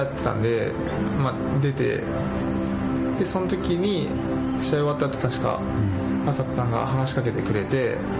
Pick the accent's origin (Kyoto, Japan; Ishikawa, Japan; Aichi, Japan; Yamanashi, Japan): Aichi, Japan; Nagoya; はい、地元の名古屋は地下格闘技があって、それに出場してたんですよ